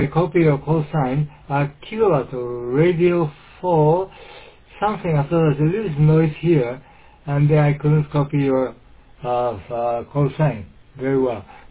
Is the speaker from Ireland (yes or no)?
no; Japan; English is a second language; from Japan.